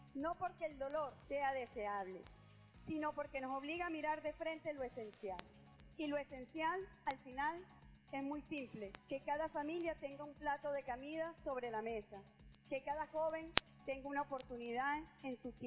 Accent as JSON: {"language": "Spanish", "country": "Venezuela", "said": "Vengo de Venezuela, un país que ha conocido la adversidad en todas sus dimensiones y que hoy atraviesa uno de los momentos más decisivos de su historia"}